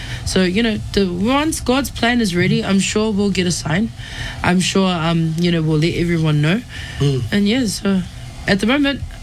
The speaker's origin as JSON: {"language": "English", "country": "New Zealand", "tie": "born or raised there", "said": "yes, I am American Samoan Tongan, born and raised in New Zealand, but the store isn't just a Samoan store."}